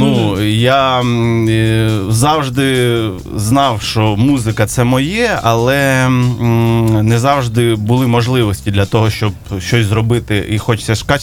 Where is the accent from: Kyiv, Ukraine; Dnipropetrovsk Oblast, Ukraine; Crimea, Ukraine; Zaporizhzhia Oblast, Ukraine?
Zaporizhzhia Oblast, Ukraine; Huliaipole; born there; Я сам з Запорізької області, з Гуляйполя, да.